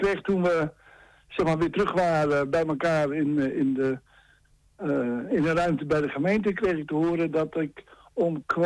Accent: Apeldoorn, Gelderland, Netherlands; ik kom uit Beemte-Broekland, dat is Apeldoorn.

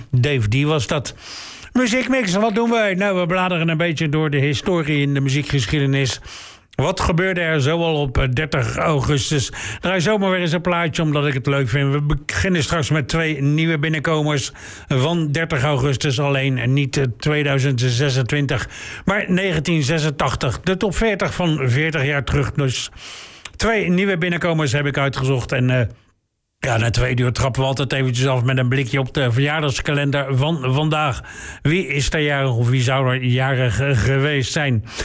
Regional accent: The Hague, South Holland, Netherlands; born there; En daarna gaan we naar mijn geboortestad, naar Den Haag

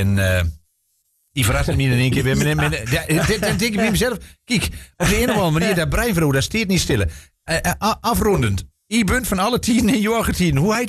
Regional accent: Aalten, Gelderland, Netherlands; ik kom uit Aalten

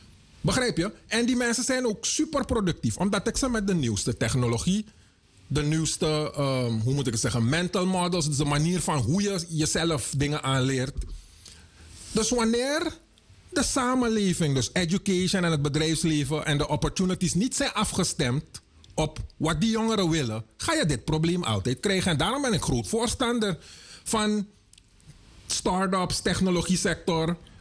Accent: Suriname; moved away; de Surinamer is in zijn hoofd de Amerikaan en geen Europeaan. Dus daarom, we zijn Nederlands opgevoed. Maar in ons hoofd zijn we Amerikanen, want we kijken naar Amerikaanse media.

